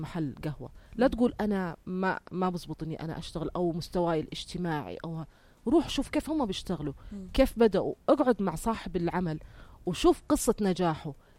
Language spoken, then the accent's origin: Arabic; Jordan; إحنا عندنا في الأردن